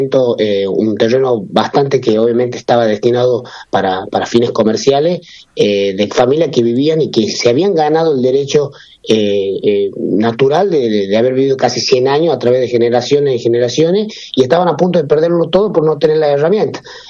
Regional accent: Tucumán, Argentina; vengo del departamento Leales, sí. Soy legislador del Este

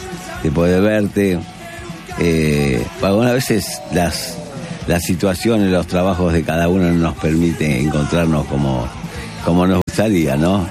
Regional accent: Once, Buenos Aires, Argentina; yo me crié en Once, mi barrio, Once, Almagro, que iba al colegio, ahí nació todo.

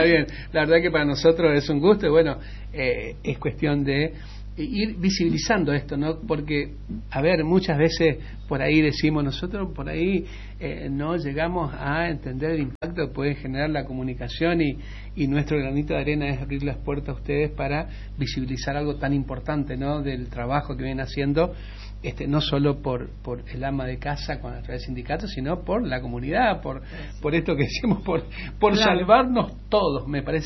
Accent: Argentina; now in Chaco, Argentina; somos los argentinos, pasamos por todos los estadios

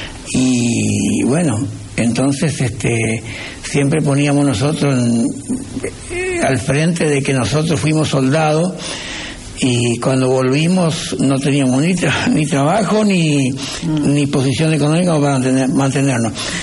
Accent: Argentina; moved away as an adult; now in Reconquista, Argentina; yo llegué a mi pueblo

